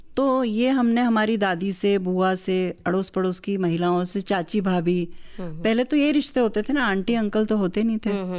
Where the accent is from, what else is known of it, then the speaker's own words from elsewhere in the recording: Madhya Pradesh, India; accent: Malvi; तो चूंकि मैं मालवा से हूँ तो मैंने एक पुस्तक मेरी मालवी बोली मे